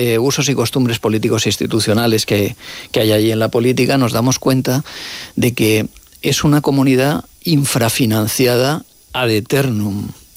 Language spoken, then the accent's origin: Spanish; Alicante, Valencian Community, Spain; Y soy alicantino, o sea, valenciano.